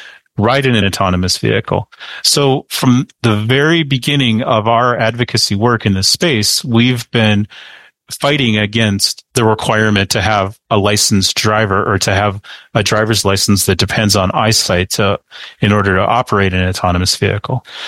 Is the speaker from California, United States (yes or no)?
no; Grafton, North Dakota, United States; I grew up in a really rural part of the world. I grew up in Grafton, North Dakota, which is in the upper northeast corner of North Dakota.